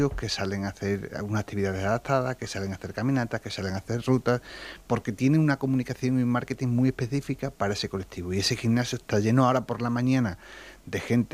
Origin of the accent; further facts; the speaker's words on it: Almendralejo, Extremadura, Spain; Yo soy de Almendralejo, una ciudad cercana aquí a Mérida.